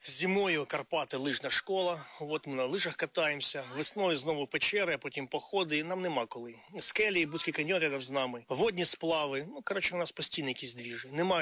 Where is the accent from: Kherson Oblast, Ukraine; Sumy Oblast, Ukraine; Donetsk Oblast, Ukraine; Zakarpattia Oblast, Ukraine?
Kherson Oblast, Ukraine; Kherson; moved away as an adult; now in Cherkasy Oblast, Ukraine; Я сам з Херсона, вчився на третьому курсі універа